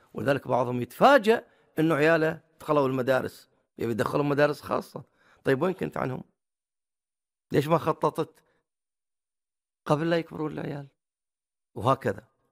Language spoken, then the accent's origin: Arabic; Bahrain; عندنا في البحرين أماكن سياحية جميلة